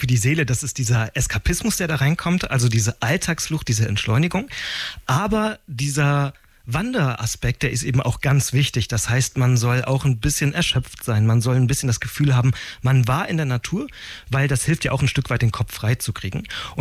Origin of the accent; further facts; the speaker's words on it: Rhön, Germany; now in Hanover, Germany; Die nächste Tour geht in meine Heimat in die Rhön. Also ich bin ja Wahlhannoveraner